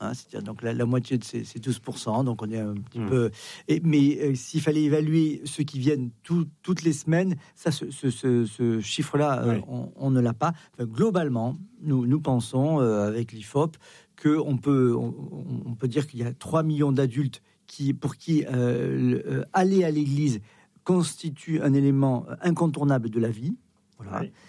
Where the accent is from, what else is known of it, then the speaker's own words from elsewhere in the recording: Occitanie, France; born there; il y a les mêmes au fin fond du Cantal, de l'Hérault dont je suis né ou en Bretagne